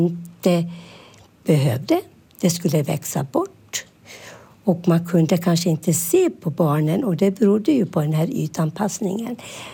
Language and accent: Swedish; Finland; born there; det vi själv upplevde hemma i Finland under kriget.